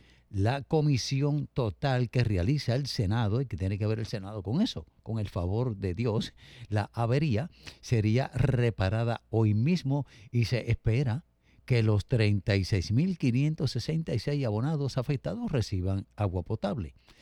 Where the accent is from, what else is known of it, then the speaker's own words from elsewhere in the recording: Aguas Buenas, Puerto Rico; also born or lived in Caguas; En el caso de Caguas, prácticamente de ahí vengo yo. Vengo de Agua Buena, pero también es compartida con Caguas.